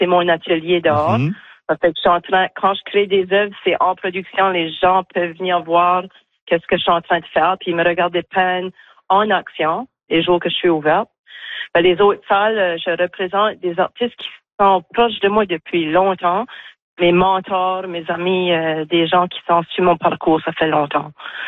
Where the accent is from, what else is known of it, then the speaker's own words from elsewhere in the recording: Grande-Digue, New Brunswick, Canada; moved away as an adult; now in Shediac, Canada; je vis à Grandigue, ça fait toute ma vie. Ben, il y a 6 mois, j'ai déménagé à Shédiac.